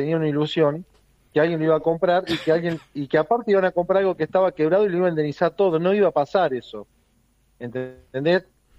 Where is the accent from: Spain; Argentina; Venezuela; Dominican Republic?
Argentina; Irigoyen